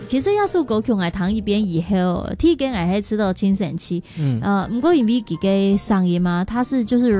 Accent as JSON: {"language": "Chinese", "country": "Taiwan"}